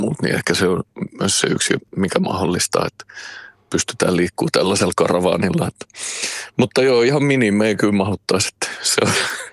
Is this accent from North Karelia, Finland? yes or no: no; Martinlaakso, Uusimaa, Finland; now in Porvoo, Finland; kun mä Martinlaaksosta lähtöisin lähiöpoika, joka ei pahemmin koulussa viihtynyt. Ja sitten kun nykyään mä asun Porvossa